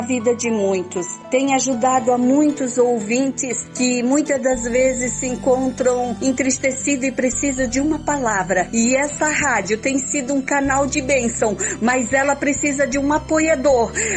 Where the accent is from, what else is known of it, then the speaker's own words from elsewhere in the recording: Itajaí, Santa Catarina, Brazil; sou da cidade de Itajaí, em Santa Catarina